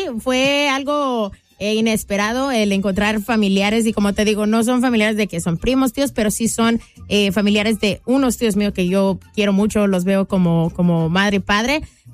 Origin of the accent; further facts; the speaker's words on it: Mexico; moved away; Cuando mis padres y todos inmigramos de México para acá